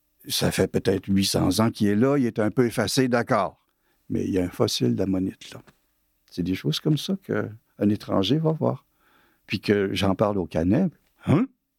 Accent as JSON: {"language": "French", "town": "Quebec City", "region": "Quebec", "country": "Canada", "tie": "born or raised there", "said": "Puis même ma ville natale, Québec, que j'adore, puis dont je m'ennuie souvent"}